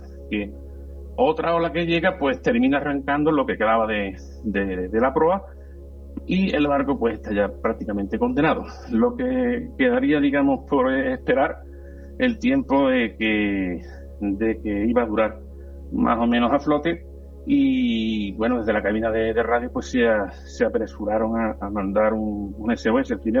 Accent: Cádiz, Andalusia, Spain; yo soy de Cádiz, pero muchas veces me escucháis y me cambia la.

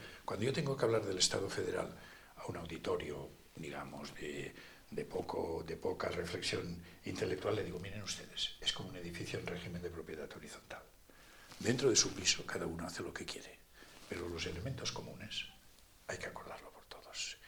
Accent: Spain; No soy el primer español que lo hace

